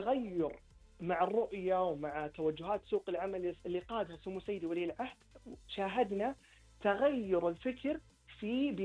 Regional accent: Saudi Arabia; عندنا في المملكة العربية السعودية

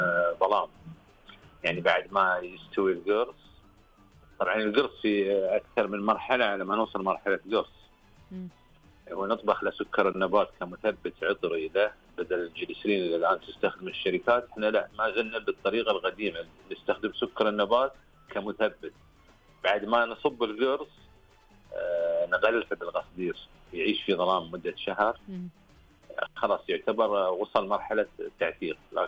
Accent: Al-Ahsa, Eastern Province, Saudi Arabia; عندنا في الأحساء

